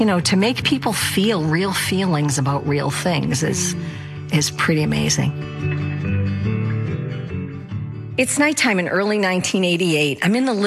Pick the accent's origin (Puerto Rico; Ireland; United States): Ireland; I'm Irish. I've always been a storyteller.